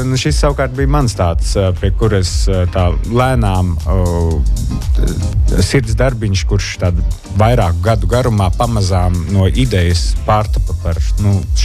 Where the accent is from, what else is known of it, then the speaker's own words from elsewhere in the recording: Latgale, Latvia; es kvadrifronā esmu vienīgais latgalietis